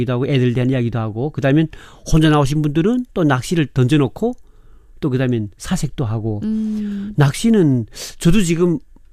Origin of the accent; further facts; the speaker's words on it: North Korea; now in South Korea; 제가 말씨가 이상하니까 북한에서 왔다니까